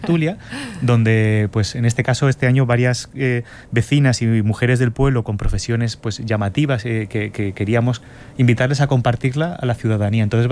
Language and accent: Spanish; Navarre, Spain; con 18 años muchas veces los que somos de la Ribera, pues o te vienes a estudiar a Pamplona